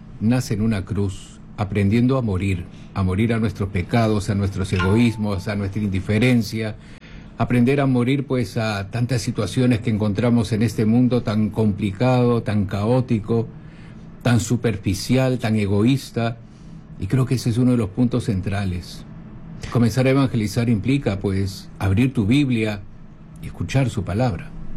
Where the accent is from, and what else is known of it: Peru